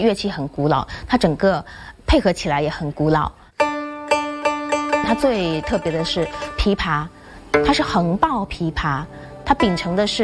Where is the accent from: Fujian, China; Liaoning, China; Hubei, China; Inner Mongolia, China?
Fujian, China; Quanzhou; 作为一个土生土长的泉州人，很幸运能够生活在男音家庭。